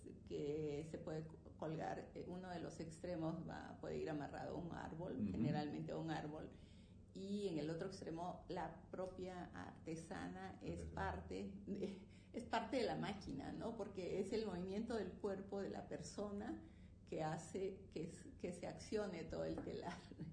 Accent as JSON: {"language": "Spanish", "region": "Cajamarca", "country": "Peru", "also_born_or_lived": "San Miguel de Pallaques, Peru", "moved": "yes", "lives_now": "Morelos, Mexico", "said": "mi primera tesis de licenciatura fue sobre el arte textil de San Miguel de Payaque, ¿no? Donde yo nací."}